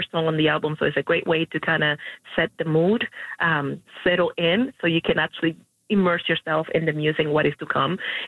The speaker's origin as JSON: {"language": "English", "country": "Cuba", "moved": "yes", "lives_now": "Canada"}